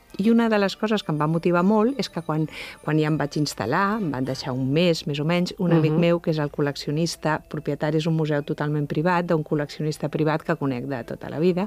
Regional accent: Barcelona, Catalonia, Spain; Bueno, jo vivia i sóc de Barcelona, però el meu pare, els meus arrels, per part de pare, són d'aquest poble del Pirineu aragonès

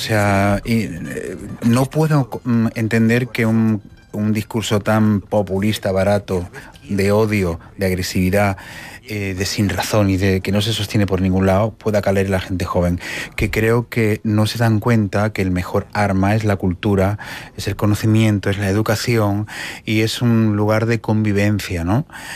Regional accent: Badalona, Catalonia, Spain; Federico estuvo en mi tierra

